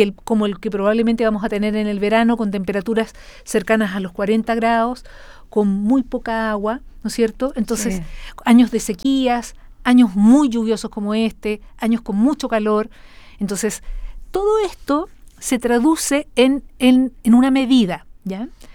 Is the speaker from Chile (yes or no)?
yes; Chile